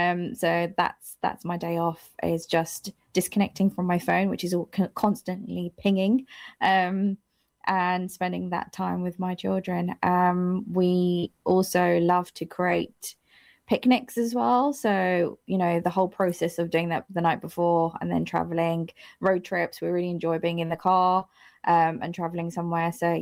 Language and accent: English; Wimbledon, London, United Kingdom; I'm a very proud Womble. I am from Wimbledon, southwest London. I'm one of three.